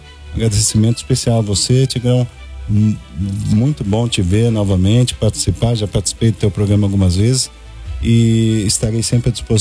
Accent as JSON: {"language": "Portuguese", "town": "Rolândia", "region": "Paraná", "country": "Brazil", "tie": "born or raised there", "said": "lá da minha terra também, lá de Rolândia"}